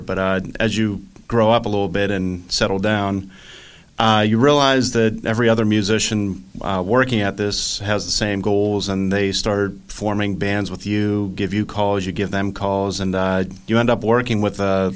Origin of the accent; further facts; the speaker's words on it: Baldwin, Pennsylvania, United States; Yes, I'm actually from Baldwin.